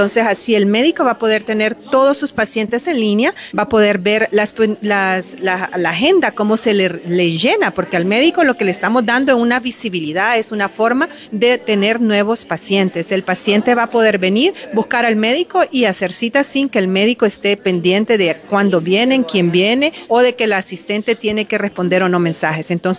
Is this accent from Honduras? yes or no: yes; Choluteca, Honduras; como hondureña y vengo de Choluteca